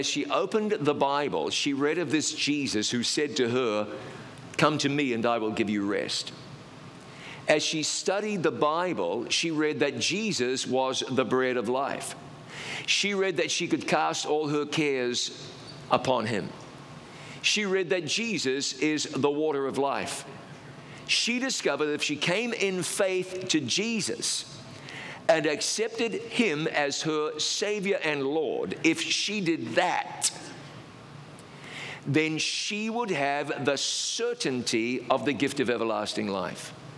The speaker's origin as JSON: {"language": "English", "country": "New Zealand", "tie": "born or raised there", "said": "I grew up in New Zealand, which is a country that is part of the British Commonwealth."}